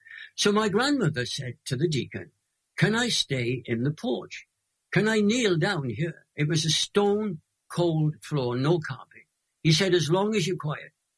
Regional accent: Crosskeys, Wales, United Kingdom; born or raised there

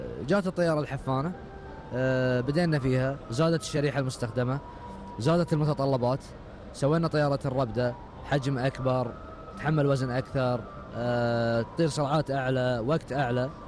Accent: Qatar; من بلادي قطر،

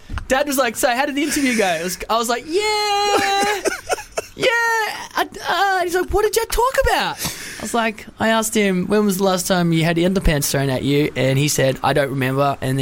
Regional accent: Wales, United Kingdom; With my dad, because I was born in Wales. We're all from Wales.

